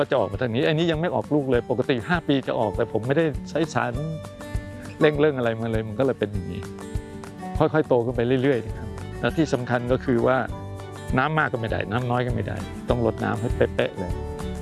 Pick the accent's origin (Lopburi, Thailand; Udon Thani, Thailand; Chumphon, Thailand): Chumphon, Thailand; Lang Suan; born there; ผมเกิดที่อำเภอหลังสวนจังหวัดชุมพรนี่แหละครับก็คือชาวสวนถึงแม้ว่าคุณแม่คุณพ่อคุณแม่เป็นครูแต่ว่าก็ทำสวน